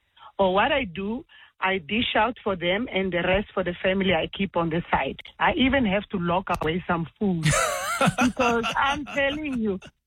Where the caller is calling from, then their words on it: Pretoria, Gauteng, South Africa; I'm calling from Pretoria.